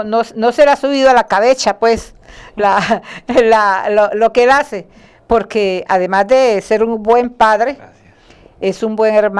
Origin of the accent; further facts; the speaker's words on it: Arauca, Colombia; yo amo mi Arauca entrañablemente